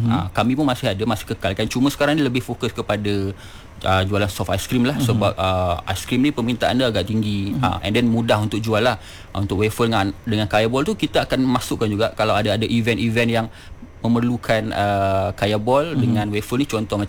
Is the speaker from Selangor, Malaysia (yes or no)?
yes; Selangor, Malaysia; Saya berasal dari Sungai lah. Berasal daripada area Selangor.